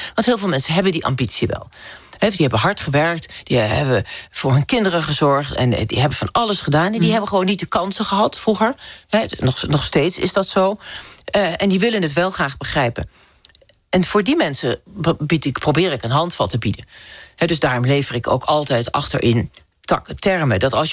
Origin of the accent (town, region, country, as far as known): Drenthe, Netherlands